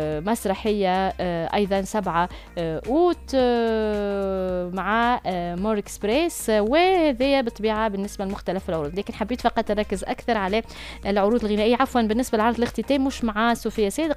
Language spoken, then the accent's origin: Arabic; Tunisia; accent: Tunisian